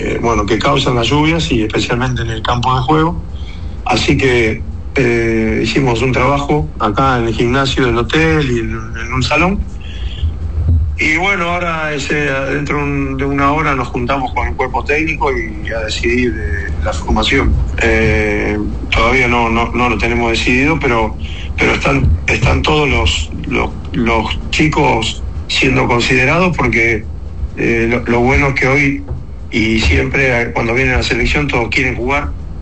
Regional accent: Argentina; now in Dominican Republic; yo te hablo como un argentino americano, digamos, aplatanado, porque yo estoy muy encariñado con el país

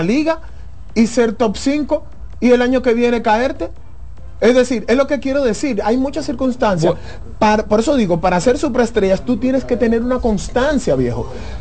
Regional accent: Dominican Republic; soy dominicano

